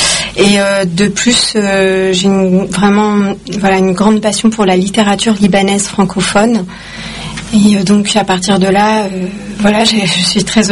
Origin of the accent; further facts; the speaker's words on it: Tunis, Tunis Governorate, Tunisia; born there; lorsque je suis née à Tunis, ma mère voulait aussi que... mes parents s'étaient mis d'accord sur le fait que j'aurais un prénom tunisien.